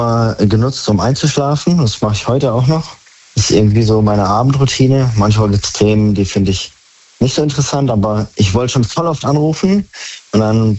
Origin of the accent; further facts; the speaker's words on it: Freiburg, Baden-Württemberg, Germany; Ich komme aus Freiburg.